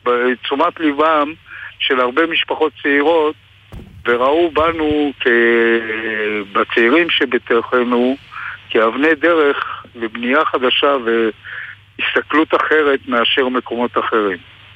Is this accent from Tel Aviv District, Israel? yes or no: no; Kissufim, Southern District, Israel; now in Be'eri, Israel; כי אני גדלתי בכיסופים ובאמת עברתי לבארי